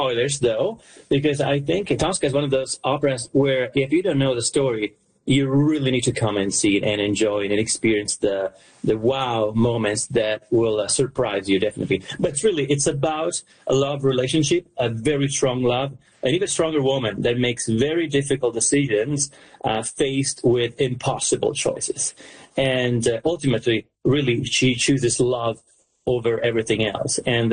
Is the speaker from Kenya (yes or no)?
no; Lucca, Tuscany, Italy; Yes, Puccini was born in my hometown, or actually, I was born in his city.